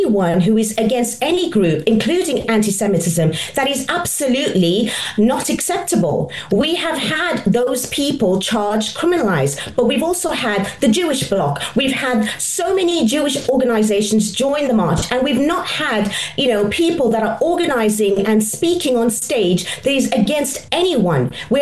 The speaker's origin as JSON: {"language": "English", "country": "United Kingdom", "said": "I have on every single part of my profile a British Union flag because I'm British"}